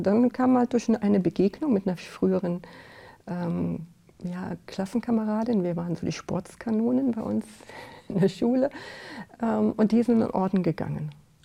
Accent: Germany; Ich komme aus dem Bistum Trier und bei uns sind halt die Weißen Schwestern sehr stark.

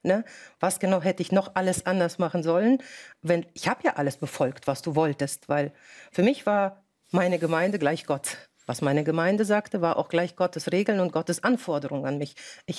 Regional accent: Germany; born there; also born or lived in Russia; Wir sind nach Deutschland ausgewandert, als ich 8 Jahre alt war.

